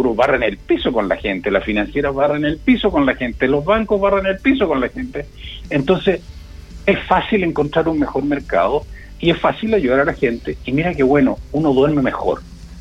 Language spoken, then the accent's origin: Spanish; San Rosendo, Biobío, Chile; now in Coquimbo, Chile; Yo llegué como guaso de San Rosendo con una canasta y una gallina a Coquimbo, me acuerdo, para el tsunami.